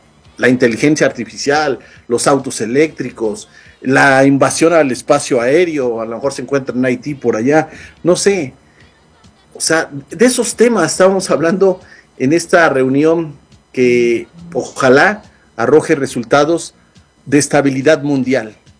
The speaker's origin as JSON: {"language": "Spanish", "country": "Mexico", "said": "yo soy mexicano"}